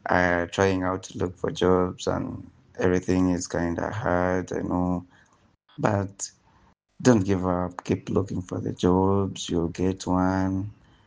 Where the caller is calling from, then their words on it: Entebbe, Central Region, Uganda; I'm from Entebbe.